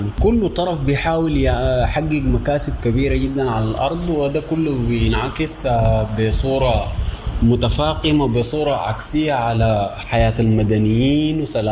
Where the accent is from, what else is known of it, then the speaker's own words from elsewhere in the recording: Sudan; احنا كدوله سودانيه